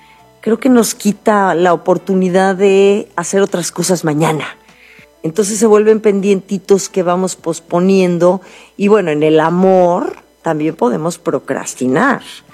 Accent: Mexico; Sí, así somos. Así somos los mexicanos.

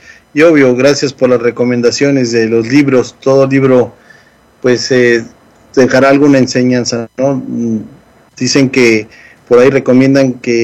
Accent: Morelos, Mexico; era un equipo de mi estado, el Zacatepec, el glorioso Zacatepec.

